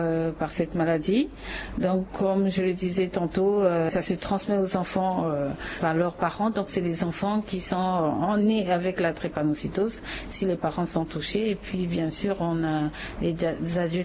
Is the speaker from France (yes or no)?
no; Central African Republic; chez nous, en Centrafrique